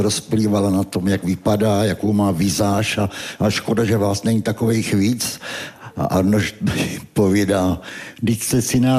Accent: Třebíč, Vysočina Region, Czechia; moved away as an adult; now in Brno, Czechia; A já tehda jsem přišel z Třebíče, protože to je rodné město, takové rodné maloměsto, a přišel jsem do toho velkého Brna

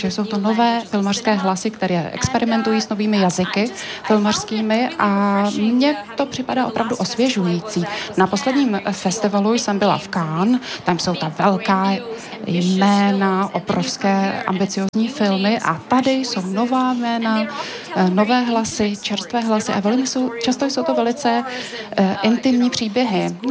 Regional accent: India; Czech is a second language; Já jsem z Indie, takže jsem byla velice ráda, že tady máme také nový hlas z Indie.

